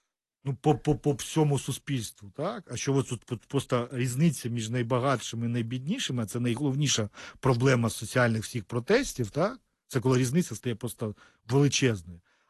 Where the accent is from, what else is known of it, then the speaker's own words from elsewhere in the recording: Kyiv, Ukraine; я сам з Подолу київського